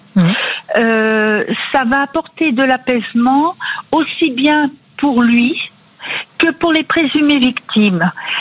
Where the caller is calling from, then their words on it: Nantes, Pays de la Loire, France; Alors, j'appelle de Nantes.